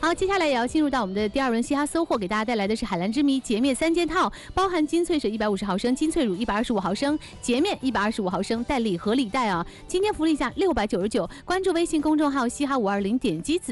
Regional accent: Huainan, Anhui, China; 下一场在9月30号是在淮南，我的老家，

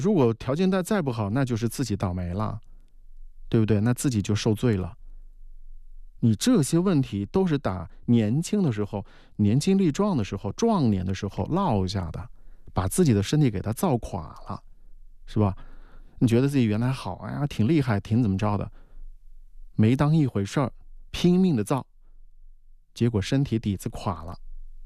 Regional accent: China; 我们中国人

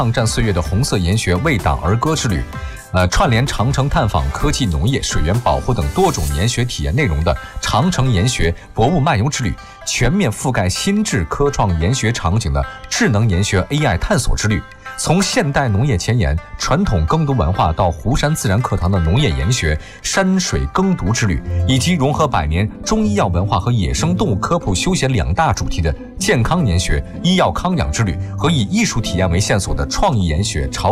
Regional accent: Beijing, China; 我就是中关村长大的村里的孩子。

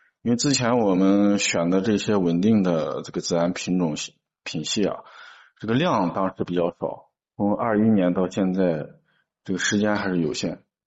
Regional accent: Xinjiang, China; 我们新疆这边

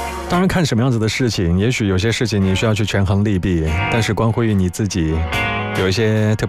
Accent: Guangdong, China; 其实我本身呢都是广东人嚟噶嘛，虽然粤语不是我的家乡话啦，但是从小啦，从细啦，都系听粤语长大嘅。

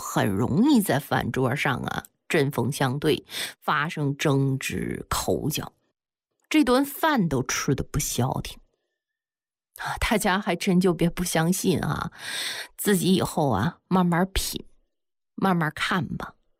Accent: China; 我们中国人老祖宗

